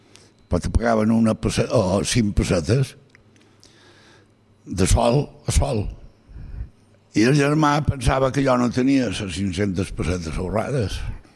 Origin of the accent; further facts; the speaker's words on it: Lalín, Galicia, Spain; born there; Vas néixer a Lalín, província de Pontevedra, i a la parròquia de Don Ramiro, però sol t'havia dit que havia nascut allà.